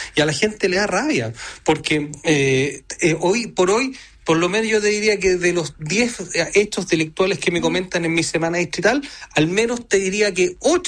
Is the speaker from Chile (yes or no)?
yes; Chile; y yo lo digo como cualquier chileno